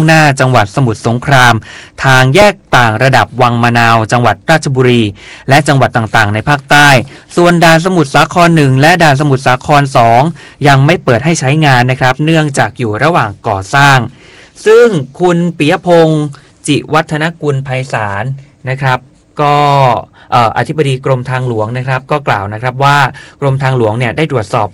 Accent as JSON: {"language": "Thai", "region": "Surat Thani", "country": "Thailand", "said": "อยู่แบบใต้ตอนต้นนะสุราษฎร์"}